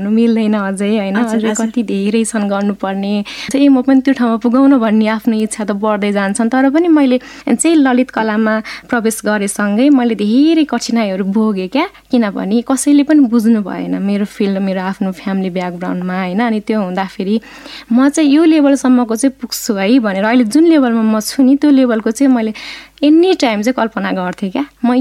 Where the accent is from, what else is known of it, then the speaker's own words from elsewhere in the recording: Gandaki Province, Nepal; born there; त्यहाँ मेरो माटो छ, म जन्मेको होइन बासना छ, किन मेरो पुर्खौँदेखि नै त्यहीँ हुनुहुन्छ